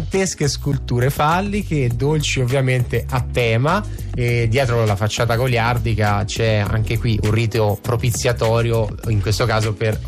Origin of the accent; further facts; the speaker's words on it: Tuscany, Italy; a Montepulciano, vicino a casa mia, sono toscano